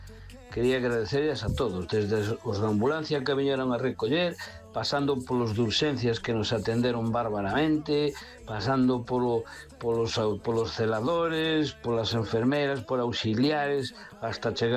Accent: A Coruña, Galicia, Spain; Boa noite … de Coruña.

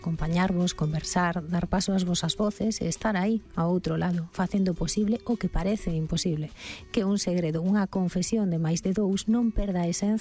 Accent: Galicia, Spain; Hai que elexir. Somos galegos, pero hai que elexir.

